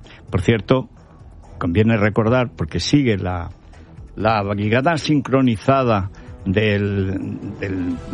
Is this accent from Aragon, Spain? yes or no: yes; Aragon, Spain; pero yo es porque soy aragonés, pero tengo razón.